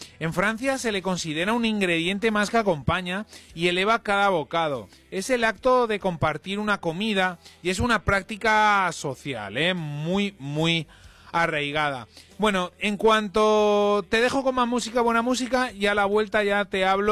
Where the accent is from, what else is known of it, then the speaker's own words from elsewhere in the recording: Spain; meto mi cuchara como español